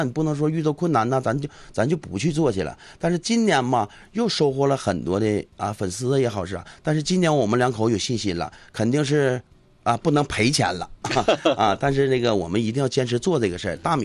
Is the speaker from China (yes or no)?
yes; China; 我是土生土长的农村孩子啊，也是他们看着我长大的